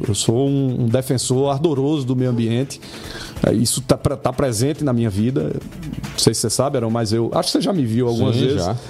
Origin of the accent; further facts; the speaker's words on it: Sousa, Paraíba, Brazil; born there; um candidato de Sousa, que é a minha terra